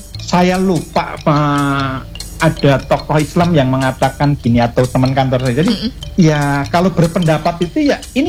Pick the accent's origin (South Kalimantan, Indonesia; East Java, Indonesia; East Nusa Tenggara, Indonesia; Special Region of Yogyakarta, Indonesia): Special Region of Yogyakarta, Indonesia; Yogyakarta; now in Metro, Indonesia; kami menetap di metro itu baru 6 tahun belakangan ya. Saya menetap di metro. Yang benar-benar saya aslinya dari Jawa sana, Jawa dari Jogja sana.